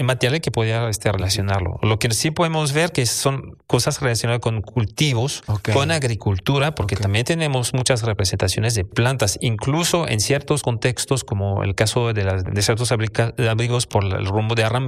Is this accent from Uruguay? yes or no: no; Monterrey, Nuevo León, Mexico; para forjar un poquito mejor nuestra identidad como regios personas del noreste de México